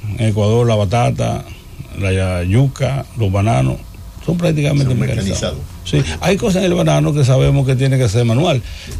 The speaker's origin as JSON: {"language": "Spanish", "country": "Dominican Republic", "said": "A nivel nacional somos los dominicanos batalladores"}